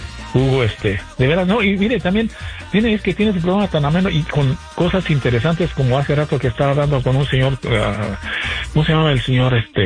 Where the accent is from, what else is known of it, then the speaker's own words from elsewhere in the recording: León, Guanajuato, Mexico; en un club de ahí de México que se llama El León, soy del estado de Guanajuato